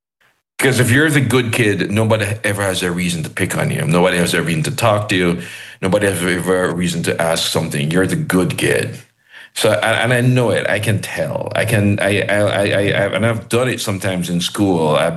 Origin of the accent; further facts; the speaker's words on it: Jamaica; I think it would have been very easy for me to simply assume, well, I'm a Jamaican, I don't need to check anything.